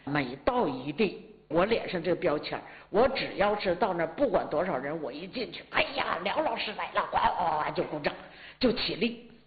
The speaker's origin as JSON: {"language": "Chinese", "town": "Shuangliao", "region": "Jilin", "country": "China", "tie": "born or raised there", "said": "我老家是双辽的，到公主岭来修路"}